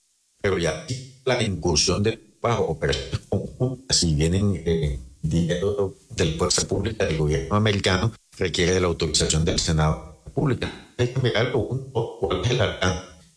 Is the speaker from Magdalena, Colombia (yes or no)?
yes; Santa Marta, Magdalena, Colombia; A ver, yo soy samario, ajá, me gusta la Unión Magdalena